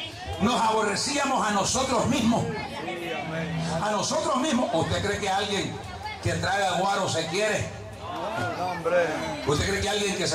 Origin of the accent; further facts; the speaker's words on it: El Salvador; Soy salvadoreño